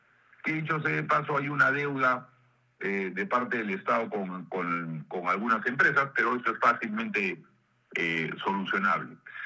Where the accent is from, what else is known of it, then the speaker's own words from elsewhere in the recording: Peru; lo más importante es que entre peruanos dejemos de pelearnos.